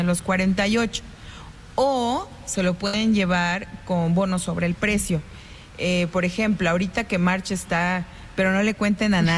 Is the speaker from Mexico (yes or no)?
yes; Mexico; somos orgullosamente mexicanos aquí.